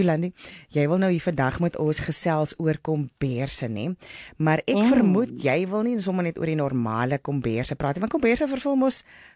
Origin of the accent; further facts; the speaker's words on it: Western Cape, South Africa; now in Pretoria, South Africa; ek kom van die Kaap af, nê, en daai gereën waarmee ek groot geword het, is nie vir my nie.